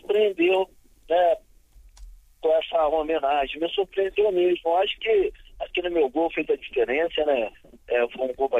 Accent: Brazil

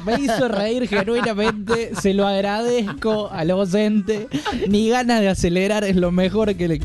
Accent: Argentina; Siendo argentino, no hay chance.

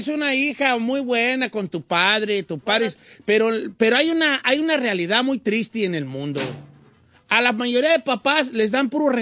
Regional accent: Michoacán, Mexico; Porque yo soy de Michoacán.

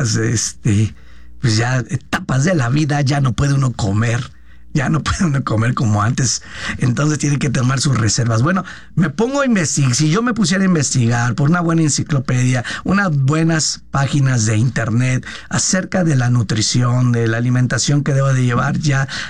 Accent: Mexico

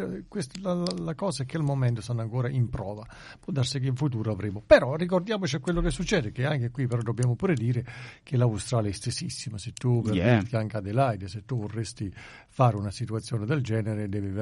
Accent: Benevento, Campania, Italy; come dalle nostre parti, a Benevento

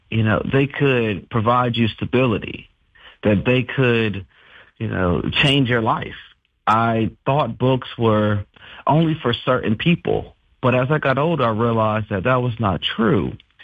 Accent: Valdosta, Georgia, United States; Yeah, I grew up in Valdosta, Georgia, a small town in South Georgia.

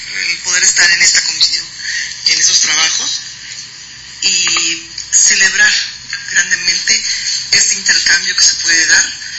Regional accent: Puebla, Mexico; Nosotros somos de Puebla y nuestra festividad más grande es el 5 de mayo.

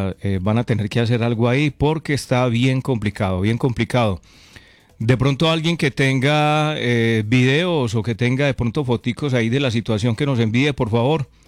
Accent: Concordia, Antioquia, Colombia; los que hay en mi pueblo, hay un policía, pues, así le llamamos pues mal llamado, ¿cierto? Un policía acostado. Cuando usted vaya a Concordia, pregunte por el policía acostado que está en la esquina de Don Juanjo.

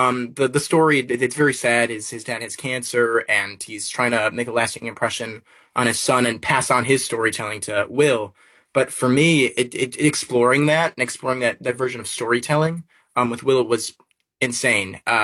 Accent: Illinois, United States; Yeah, growing up in the South Suburbs of Chicago, I think it's the perfect place to live, in my opinion.

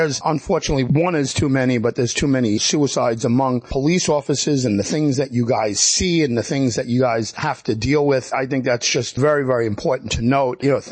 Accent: New York, United States; You know, I'm from Suffolk County.

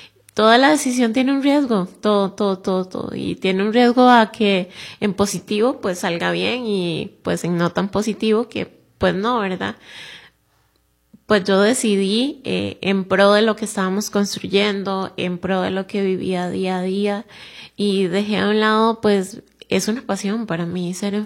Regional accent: Puntarenas, Costa Rica; moved away as an adult; yo soy de Punta Arenas, ahí estudié en la UCR con beca, soy de una familia, bueno, de un hogar un poquito disfuncional.

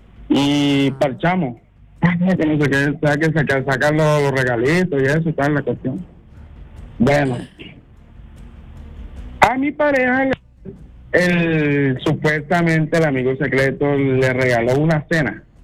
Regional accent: Caribbean Region, Colombia; now in Valle del Cauca, Colombia; O sea, yo vivo acá en el Valle, pero yo soy costeño.

